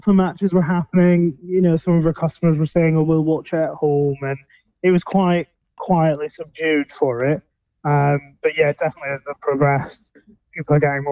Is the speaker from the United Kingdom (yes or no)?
yes; Scotland, United Kingdom; I'm from Scotland.